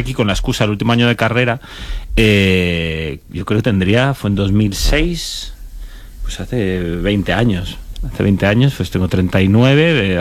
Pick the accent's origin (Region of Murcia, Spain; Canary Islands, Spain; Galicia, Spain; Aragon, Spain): Galicia, Spain; Entonces, sí que bueno, yo como buen gallego, pues soy morriñento